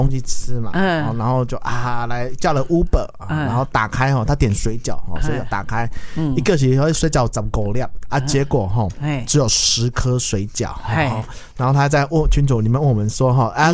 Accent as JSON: {"language": "Chinese", "country": "Taiwan", "said": "我们台湾人"}